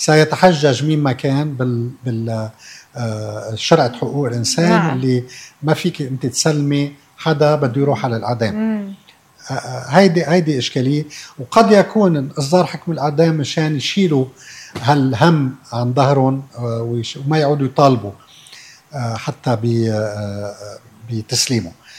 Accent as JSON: {"language": "Arabic", "country": "Lebanon", "tie": "born there", "said": "أنا كمسلم سني أني خلقت بلبنان تعددي"}